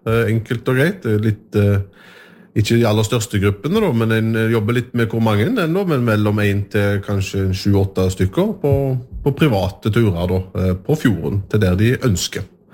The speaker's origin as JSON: {"language": "Norwegian", "region": "Western Norway", "country": "Norway", "said": "som vestlending og ute på Haugalandet"}